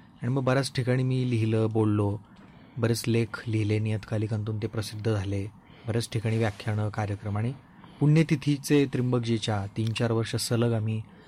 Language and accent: Marathi; Nimgaon Jali, Maharashtra, India; moved away; म्हणजे मी लहानपणापासून ज्या गावात मोठा झालो तिथं अनेक वाडे आहेत, विहिरी, बारवा, मंदिरं, वेस आहे मोठी, गावकुस आहे.